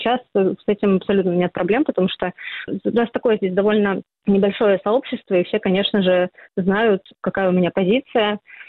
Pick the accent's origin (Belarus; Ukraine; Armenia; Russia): Russia; now in Estonia; И на мне бегущей строкой не написано, что я из России.